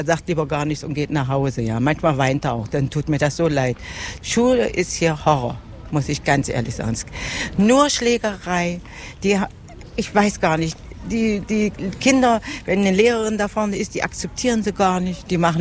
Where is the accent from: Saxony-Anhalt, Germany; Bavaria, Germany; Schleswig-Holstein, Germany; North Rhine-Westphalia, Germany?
Saxony-Anhalt, Germany; Halberstadt; Also ich bin hier in Halberstadt geboren. Also das Lebensgefühl war zu DDR-Zeiten besser als heute.